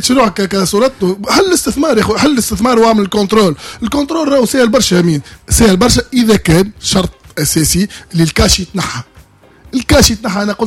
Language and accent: Arabic; Tunisia; وبرشا أندية عندنا في تونس